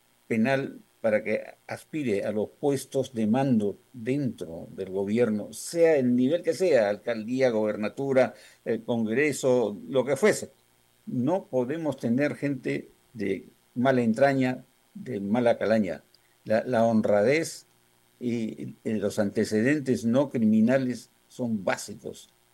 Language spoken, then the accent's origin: Spanish; Peru; moved away as an adult; no tenía cómo trabajar en Perú. Dejé mis propiedades en Perú, dejé todo en Perú y me vine acá.